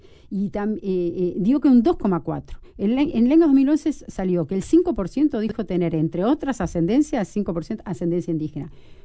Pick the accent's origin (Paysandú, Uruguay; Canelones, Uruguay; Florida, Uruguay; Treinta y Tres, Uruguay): Paysandú, Uruguay; born there; now in Montevideo, Uruguay; Yo nací en Paysandú, en la ciudad